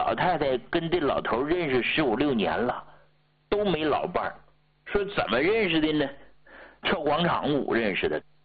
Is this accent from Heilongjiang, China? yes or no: yes; Hegang, Heilongjiang, China; now in Beijing, China; 你像我老家鹤岗那房子